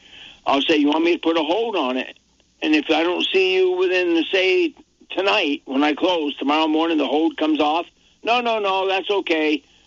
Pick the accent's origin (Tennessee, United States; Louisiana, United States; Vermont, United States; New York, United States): Vermont, United States; Barre; And I'm a Barry boy. I was born in Vermont, and I believe in service 100%.